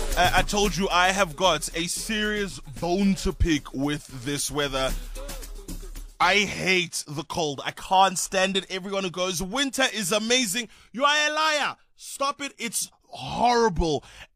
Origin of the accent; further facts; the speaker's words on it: Qwaqwa, Free State, South Africa; We're also from Kwakwa in the Eastern Free State, one of the most beautiful parts of the country.